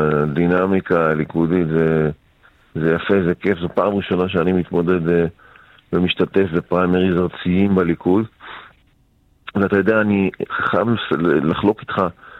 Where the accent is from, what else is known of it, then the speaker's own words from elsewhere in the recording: Netanya, Central District, Israel; born there; אתמול היינו בכנס גדול בנתניה, איזה סמלי מבחינתי לסכם את המרוץ הזה, בעיר הולדתי